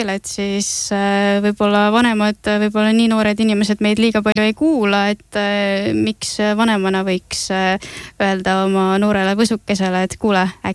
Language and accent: Estonian; Põlva County, Estonia; olen isegi Põlvamaalt pärit ja teeb ka ennast nii-öelda väiksest kohast tulles murelikuks see, kuidas kõik liigub ikkagi Tallinna suunas.